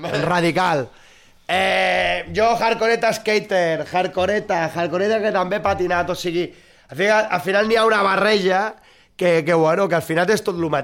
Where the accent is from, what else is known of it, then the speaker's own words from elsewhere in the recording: Blanes, Catalonia, Spain; Nosaltres hem sigut de poble. Un de poble, la Blanes.